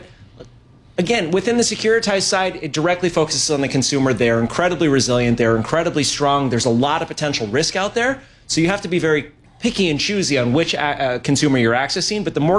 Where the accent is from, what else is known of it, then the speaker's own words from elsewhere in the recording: San Diego, California, United States; Oh, I grew up in San Diego, so for me, it's definitely the Padres.